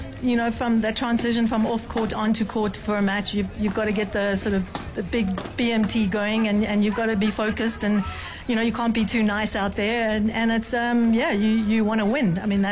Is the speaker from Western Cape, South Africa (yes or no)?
yes; Cape Town, Western Cape, South Africa